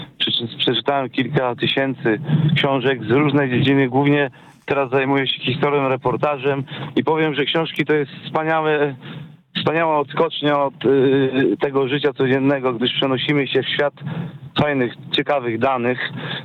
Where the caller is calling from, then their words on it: Szczecin, West Pomeranian Voivodeship, Poland; ze Szczecina, stały słuchacz. Ja mam 58 lat